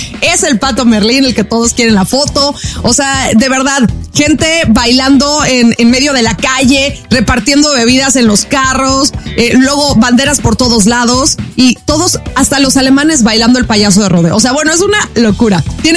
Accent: Mexico; es el ambiente de México, así somos los latinos, somos fiestas, somos unión, somos risas.

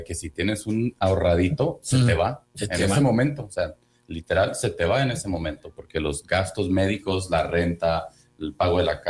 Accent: Mexico; yo también soy mexicano, vengo de una familia migrante

